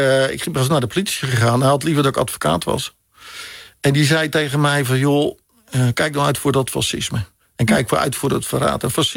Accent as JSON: {"language": "Dutch", "town": "Vlaardingen", "region": "South Holland", "country": "Netherlands", "tie": "born or raised there", "said": "ben geboren en getogen in Vlaardingen"}